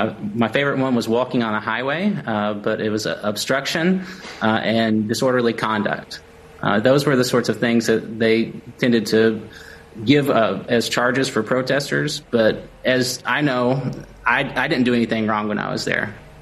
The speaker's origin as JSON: {"language": "English", "country": "United States", "said": "as an American"}